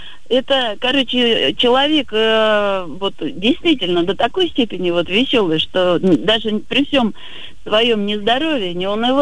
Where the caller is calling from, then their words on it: Lipetsk, Lipetsk Oblast, Russia; Я из Липецка.